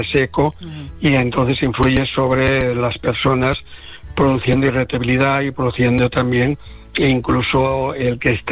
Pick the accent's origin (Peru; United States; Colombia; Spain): Spain; Galicia; Como buen gallego voy allí.